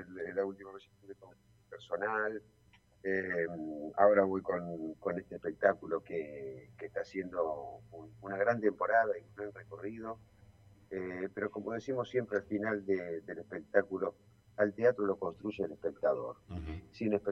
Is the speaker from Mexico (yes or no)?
no; Argentina; nos gusta a nosotros como argentinos una comedia en donde se toquen temas bravos